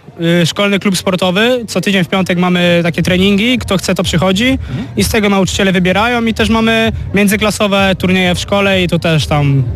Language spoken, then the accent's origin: Polish; Gliwice, Silesian Voivodeship, Poland; Dzień dobry … jestem z okolic Gliwic i reprezentujemy Meksyk.